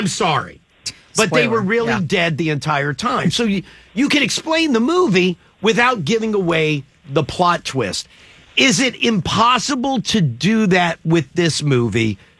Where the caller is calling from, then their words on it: Baltimore, Maryland, United States; from Baltimore.